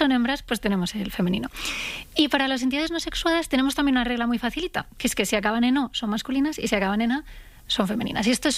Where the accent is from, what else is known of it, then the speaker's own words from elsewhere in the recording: Madrid, Community of Madrid, Spain; Yo soy más de Madrid que el lugar de Madrid.